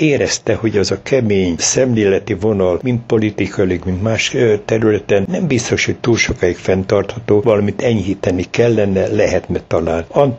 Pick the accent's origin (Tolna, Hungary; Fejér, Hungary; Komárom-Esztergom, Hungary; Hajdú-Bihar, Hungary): Hajdú-Bihar, Hungary; Pocsaj; moved away; éhségem még mindig nagy volt az iránt, a föld iránt, amelyik engem felnevelt, az otthon iránt, Pocsa iránt.